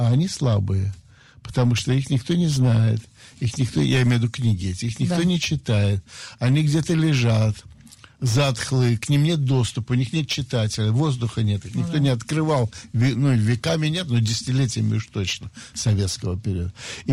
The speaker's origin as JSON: {"language": "Russian", "region": "Saint Petersburg", "country": "Russia", "said": "я мальчик питерский"}